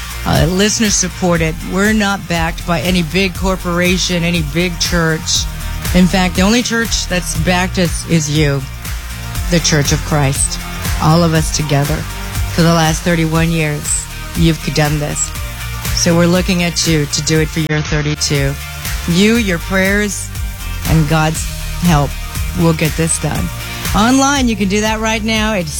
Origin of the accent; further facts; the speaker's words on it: Texas, United States; I'm from Texas.